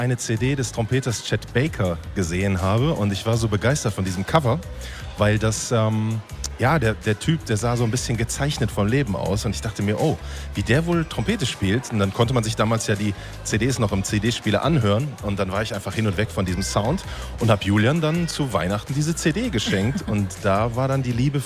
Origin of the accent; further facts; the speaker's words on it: Hückeswagen, North Rhine-Westphalia, Germany; Ja genau, wir kommen hier aus Hückeswagen